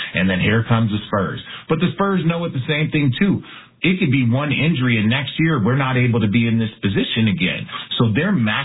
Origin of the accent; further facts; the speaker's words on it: New York, United States; As a New Yorker, don't marvel too much.